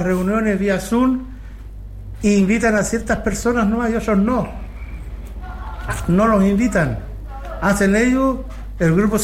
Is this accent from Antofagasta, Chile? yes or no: yes; Pedro de Valdivia, Antofagasta, Chile; yo soy orgulloso, y siempre lo he dicho, pedrino de todo